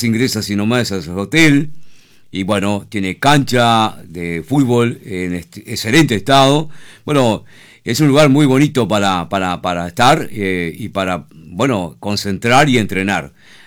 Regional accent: Uruguay; yo del interior, me dio lástima a la chiquilina que estaba entrevistando al técnico de la selección uruguaya. Pero además, como uruguayo

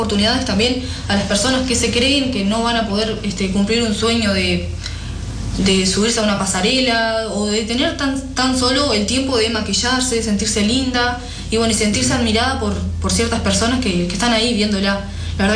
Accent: Uruguay; quisiera representar lo que somos los uruguayos, ¿tá?

